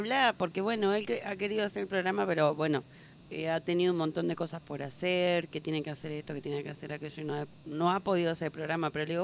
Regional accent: Argentina; No somos argentinos

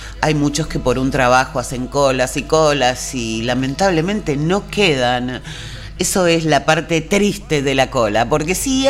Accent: Argentina

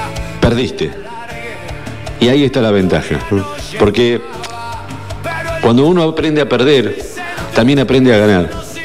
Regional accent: Argentina; porque nosotros somos así los argentinos.

